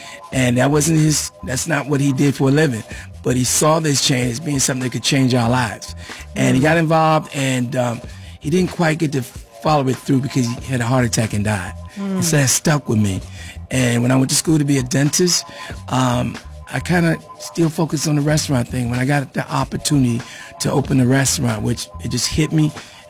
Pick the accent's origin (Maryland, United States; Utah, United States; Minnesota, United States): Maryland, United States; Suitland; We lived, I grew up in Suitland, Maryland, and went to Suitland High School, go Rams.